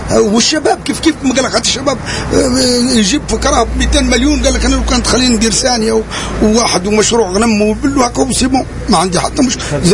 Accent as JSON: {"language": "Arabic", "country": "Tunisia", "moved": "as an adult", "lives_now": "France", "said": "ضحينا 40 ولا 45 عام في فرنسا والحمد لله خذينا لروتريت ونحبوا ماذا بينا في بلادنا"}